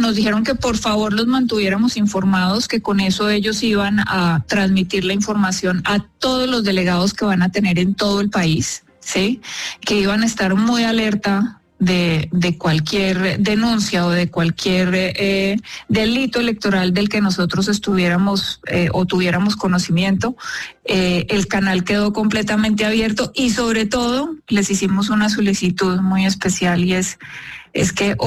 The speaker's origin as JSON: {"language": "Spanish", "country": "Colombia", "said": "nosotros mismos como colombianos"}